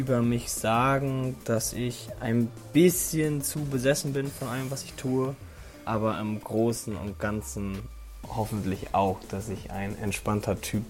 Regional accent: Hamburg, Germany; Ich komme aus dem wunderschönen Hamburg.

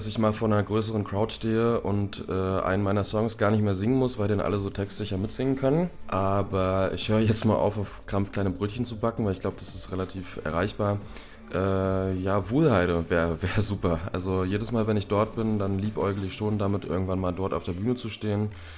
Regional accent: Magdeburg, Saxony-Anhalt, Germany; ich bin 27 Jahre alt, geboren und aufgewachsen in Magdeburg

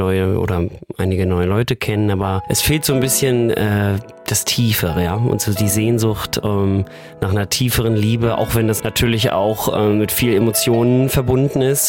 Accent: Wismar, Mecklenburg-Vorpommern, Germany; Ich habe zum Beispiel vor 2 Jahren den ersten CSD mitorganisiert in meiner Heimatstadt in Wismar. Das ist so eine Kleinstadt in MV.

